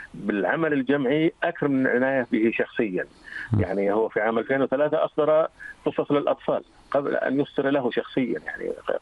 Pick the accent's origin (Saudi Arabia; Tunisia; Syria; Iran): Saudi Arabia; عندنا في المملكة العربية السعودية